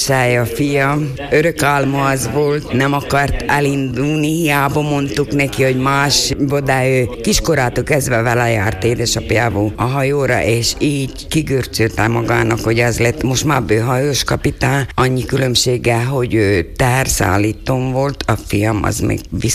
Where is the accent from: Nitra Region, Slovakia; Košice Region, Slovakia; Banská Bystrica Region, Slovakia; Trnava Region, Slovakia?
Trnava Region, Slovakia; Gabčíkovo; moved away; Én különben Bősről származom